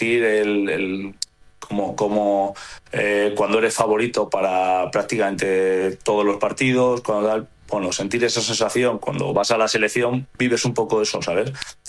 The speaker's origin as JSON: {"language": "Spanish", "country": "Spain", "said": "Creo que me considero parte de ello, o sea, como español que me siento"}